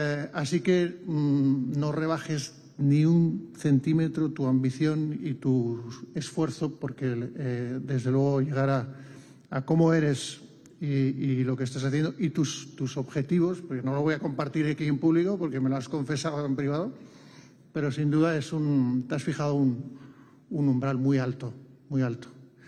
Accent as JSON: {"language": "Spanish", "country": "Spain", "said": "yo soy español porque nací aquí y una parte de mi herencia es española"}